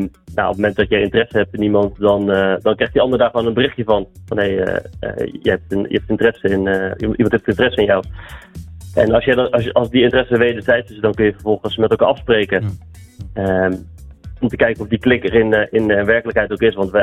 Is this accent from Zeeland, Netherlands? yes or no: yes; Goes, Zeeland, Netherlands; born there; En wij zijn 6 jaar geleden zijn we naar Goes verhuisd naar mijn geboortestad.